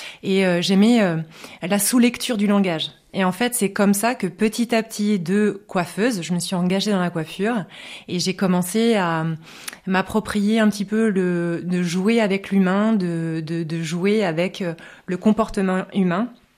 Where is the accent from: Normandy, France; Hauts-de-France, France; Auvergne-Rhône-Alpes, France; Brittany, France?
Normandy, France; Bayeux; also born or lived in Beijing; je suis née à Bayeux, je suis une vraie bajocasse.